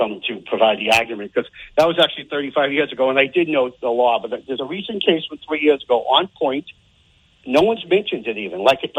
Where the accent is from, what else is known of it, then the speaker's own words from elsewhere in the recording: Boston, Massachusetts, United States; I'm from Boston originally. And I went to Capitol High School, Stonehill College. And I'm one of nine kids.